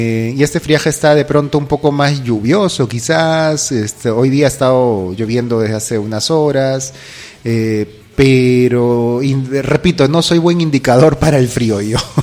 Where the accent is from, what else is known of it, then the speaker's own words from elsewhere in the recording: Lima, Peru; now in Lamas, Peru; yo soy de Lima y ahí ya el frío es húmedo, el frío te cala hasta los huesos, y mi familia es de la sierra